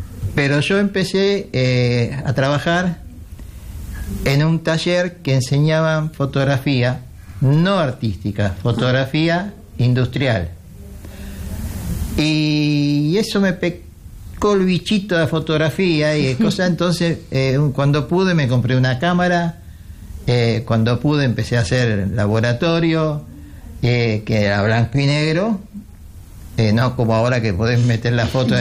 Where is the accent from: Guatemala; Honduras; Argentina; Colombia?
Argentina; also born or lived in Santiago, Chile; Soy criado en Argentina, nací en Chile, en Santiago de Chile, el 9 de agosto del 49